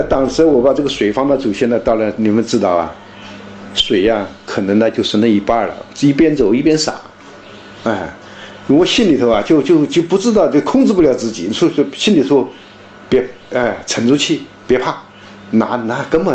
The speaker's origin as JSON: {"language": "Chinese", "town": "Yancheng", "region": "Jiangsu", "country": "China", "moved": "yes", "said": "我是盐城人。"}